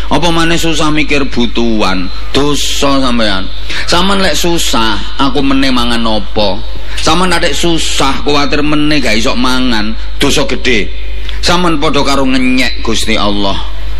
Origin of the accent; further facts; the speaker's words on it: Bojonegoro, East Java, Indonesia; Kalau orang daerah saya, Bojonegoro